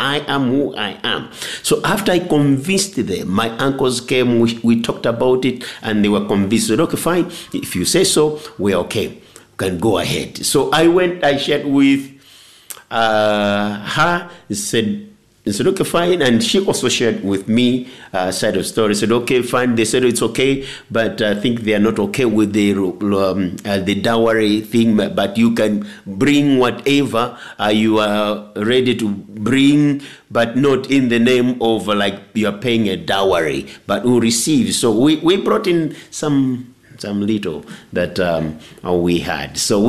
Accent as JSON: {"language": "English", "region": "Ngoni", "country": "Malawi", "said": "I come from Ngon culture where we pay dowry"}